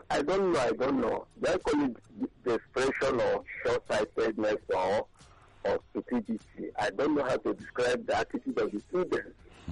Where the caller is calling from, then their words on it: Nepal; I'm calling from Nepal.